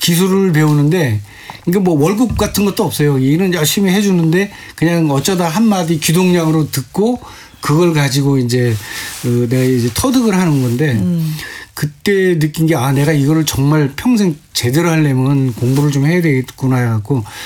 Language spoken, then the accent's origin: Korean; Seoul, South Korea; 제 어렸을 때 정릉은 완전히 시골이에요.